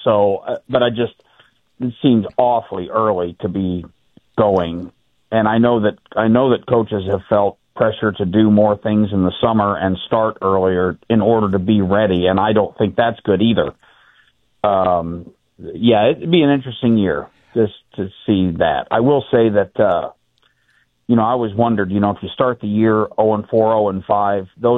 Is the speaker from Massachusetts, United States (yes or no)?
no; Watseka, Illinois, United States; moved away; my hometown is not having varsity football this year, as I understand it. Watseka